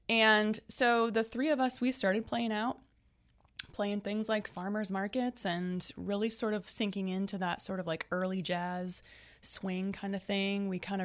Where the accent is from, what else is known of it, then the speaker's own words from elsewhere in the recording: Marion, United States; I grew up in Marion